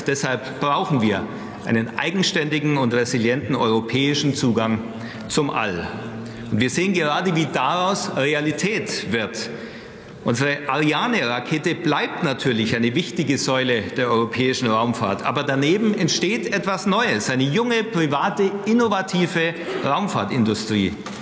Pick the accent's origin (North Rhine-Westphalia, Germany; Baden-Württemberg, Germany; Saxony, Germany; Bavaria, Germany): Bavaria, Germany; Augsburg; Deshalb richtet sich unser Blick und mein Blick auch in meine Heimat nach Augsburg.